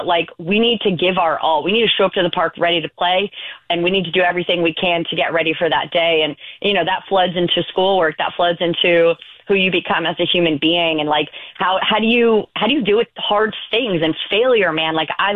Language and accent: English; Wildwood, Missouri, United States; I grew up in Wildwood